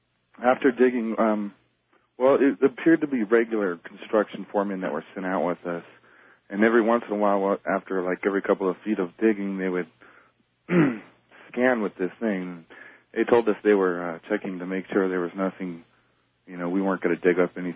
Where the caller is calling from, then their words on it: Colorado, United States; All right, I'm here in Colorado.